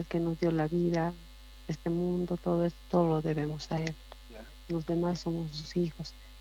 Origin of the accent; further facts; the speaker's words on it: Llallagua, Potosí, Bolivia; now in La Paz, Bolivia; Y he crecido aquí, yo soy hija minera.